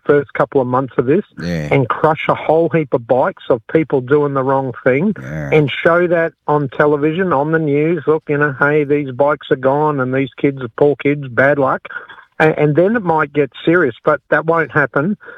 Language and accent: English; Queensland, Australia; But look, we've got a great lifestyle up here. It's easygoing. Generally, people are pretty damn good people.